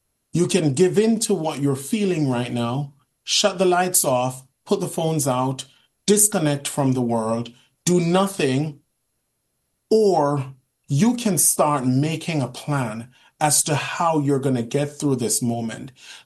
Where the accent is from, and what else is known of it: Jamaica